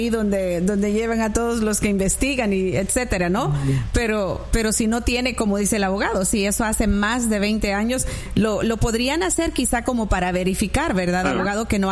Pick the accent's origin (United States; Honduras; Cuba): Honduras; Mi pregunta es, yo soy de Honduras y tengo TPS.